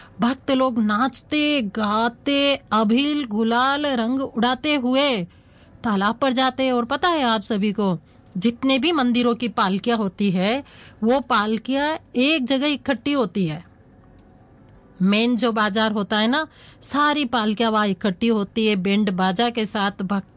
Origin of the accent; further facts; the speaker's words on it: Rajasthan, India; हम तो राजस्थान की मिट्टी में बड़े हुए हैं, पले बड़े